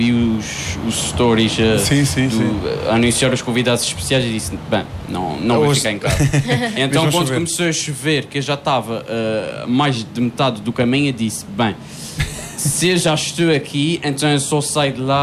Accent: Azores, Portugal; moved away; eu venho dos Açores.

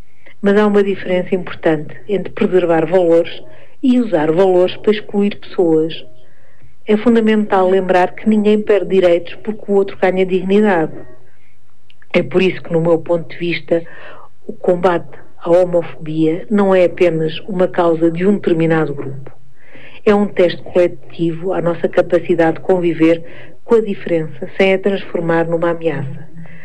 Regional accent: Guarda, Portugal; also born or lived in Germany; Sou portuguesa, nascida e criada em Portugal, numa família tradicional, da guarda. Cresci com referências muito próprias sobre o que era o normal, o adequado ou o aceitável. Mas quando vivi na Alemanha

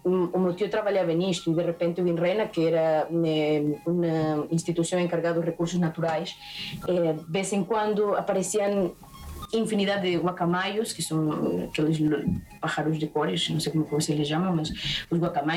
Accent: Pucallpa, Ucayali, Peru

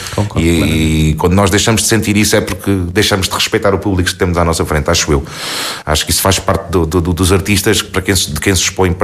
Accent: Campo Maior, Alentejo, Portugal; born or raised there

